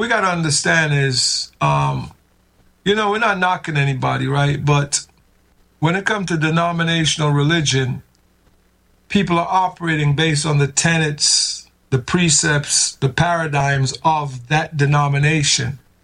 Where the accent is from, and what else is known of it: Jamaica; born or raised there; also born or lived in England; now in United States